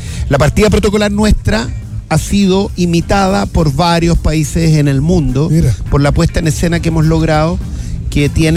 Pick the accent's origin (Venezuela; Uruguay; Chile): Chile; Soy el único chileno que ha corrido en el MotoGP.